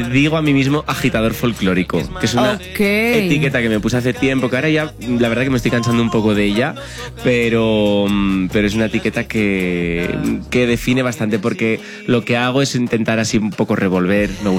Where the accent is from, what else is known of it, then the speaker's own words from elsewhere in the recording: Asturias, Spain; Es Asturias. Yo soy de Asturias, de una zona, de un territorio del norte de España, uh-huh. Muy pequeño, montañoso, muy bello